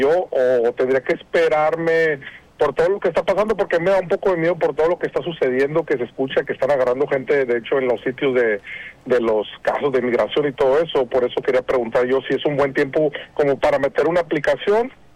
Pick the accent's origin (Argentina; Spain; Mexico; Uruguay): Mexico; yo soy de México y mi esposa, ella es de Honduras.